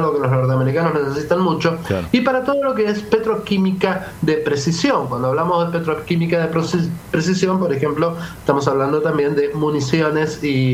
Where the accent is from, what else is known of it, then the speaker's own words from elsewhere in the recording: Argentina; como somos los argentinos